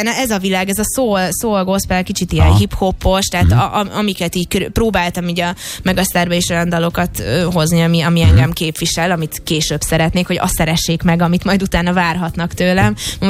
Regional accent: Hungary; magyar vagyok

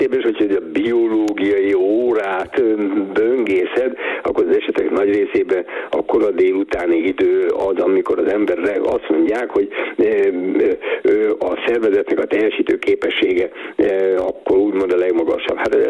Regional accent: Hungary; ezt mi magyarok vagyunk, Magyarországra jöttünk

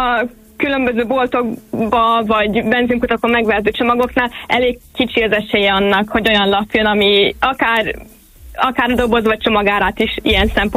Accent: Hungary; Így van, de hát ugye magyarok vagyunk

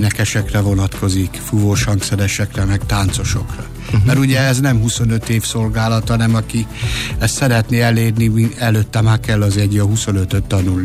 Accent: Zalaegerszeg, Zala, Hungary; also born or lived in Győr; Úgy bandikám, hogy akkor már ugye Zalaegerszegen laktunk, egyébként Győrbe születtem, de ott laktunk akkor már Zalaegerszegen, olyan 8-9 éves volt

